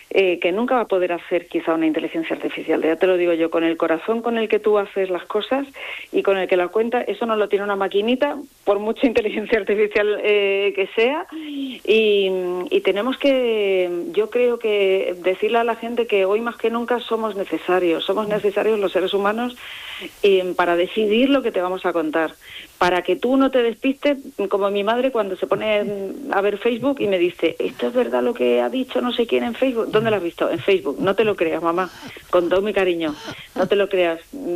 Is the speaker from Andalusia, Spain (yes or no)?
yes; Cádiz, Andalusia, Spain; now in Madrid, Spain; yo soy de Cádiz, de un sitio que está al